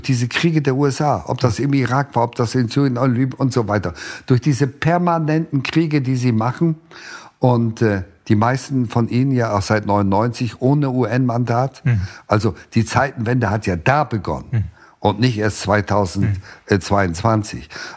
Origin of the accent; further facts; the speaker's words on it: Lohne, Lower Saxony, Germany; sind wir in einem Vertriebenenlager aufgewachsen, als Kind am Rande eines kleinen Städtchens, weit am Rande, nur Lohne im Südoldenburg, ja. Ganz primitiv. Ich erinnere mich an Ziehbrunnen und Matsch